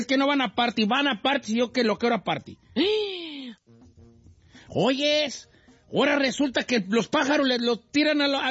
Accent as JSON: {"language": "Spanish", "region": "Michoacán", "country": "Mexico", "said": "De Guatemala. Yo soy de Michoacán."}